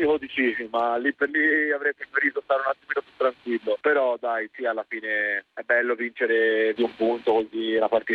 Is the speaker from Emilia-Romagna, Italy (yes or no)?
no; Florence, Tuscany, Italy; poter giocare nel nostro stadio, nella nostra città, davanti alla nostra famiglia, agli amici da una vita